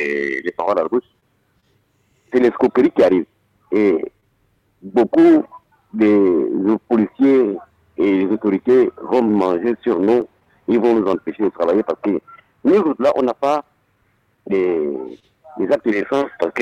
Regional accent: Makokou, Ogooué-Ivindo, Gabon; Je suis né au Gabon, à Makou, je n'ai jamais voyagé.

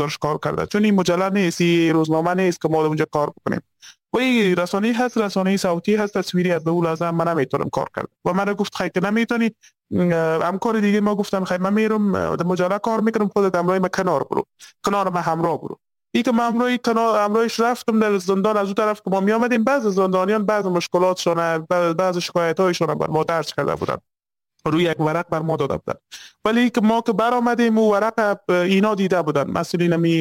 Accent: Afghanistan; born or raised there

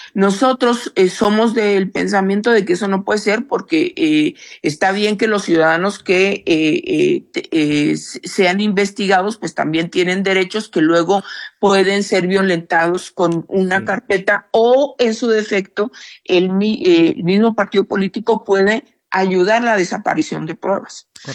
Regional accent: Chihuahua, Mexico; Por lo que justo lo que vemos en el tema Chihuahua, de donde yo soy oriunda además

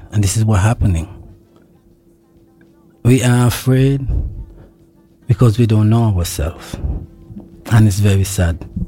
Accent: Montserrat; I'm a monstration British citizen.

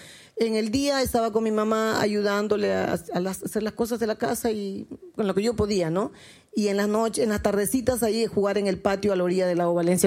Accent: Puerto Maldonado, Madre de Dios, Peru; moved away; Puerto Maldonado, te extraño, mi tierra.

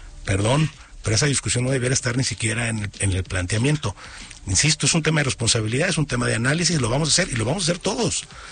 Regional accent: Mazatlán, Sinaloa, Mexico; Yo soy de Mazatlán, sí.

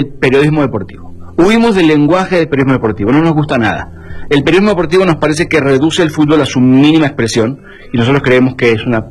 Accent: Argentina

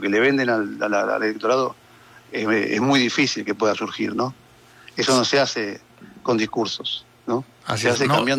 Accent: Argentina

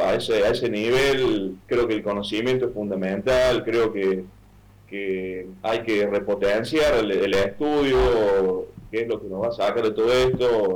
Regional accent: Córdoba, Argentina; me duele como cordobés

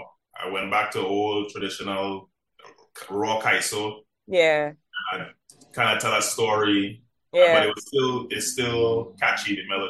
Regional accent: Marbella, Andalusia, Spain; born or raised there

